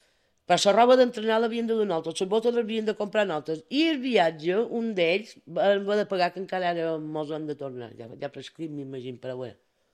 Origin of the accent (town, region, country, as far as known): Bunyola, Balearic Islands, Spain